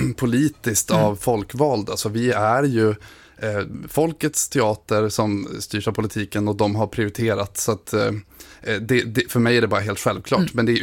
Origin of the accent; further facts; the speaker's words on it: Ångermanland, Sweden; moved away as an adult; now in Norrköping, Sweden; jag är från Ångermanland, precis.